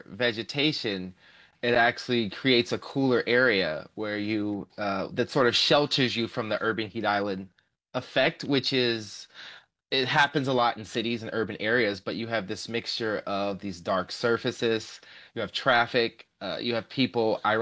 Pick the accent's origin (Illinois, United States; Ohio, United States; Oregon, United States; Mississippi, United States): Illinois, United States; Chicago; moved away; I'm actually from Chicago.